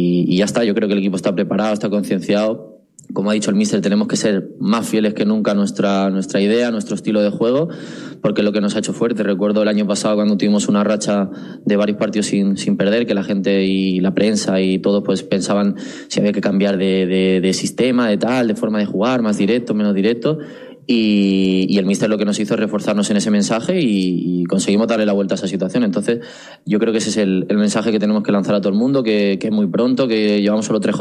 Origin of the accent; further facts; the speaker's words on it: Catalonia, Spain; moved away as an adult; Sí, bueno, al final hasta los 18 viví allí, soy catalán, tengo mucha familia allí